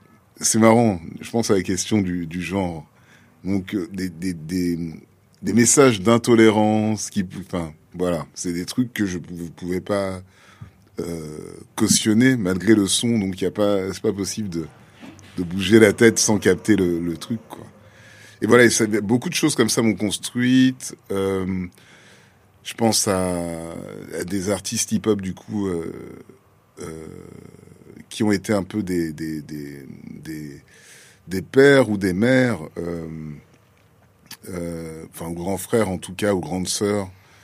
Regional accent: Dakar, Senegal; first language French; moved away; also born or lived in Nanterre; j'ai grandi à Dakar

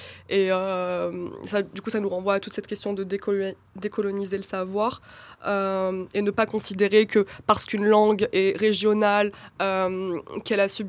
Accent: Algeria; first language Kabyle; French is a second language; Moi, par exemple, le kabyle, ça reste ma langue maternelle, et c'est une des langues les plus importantes pour moi, que je parle très bien, etc. Mais par la force des choses, c'est le français que j'emploie au quotidien, je pense en français.

